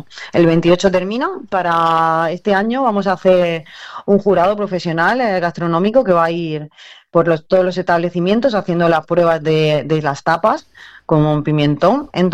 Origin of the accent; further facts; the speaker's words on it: Region of Murcia, Spain; las raíces son nuestras raíces que llevamos por bandera al final como buenos murcianos.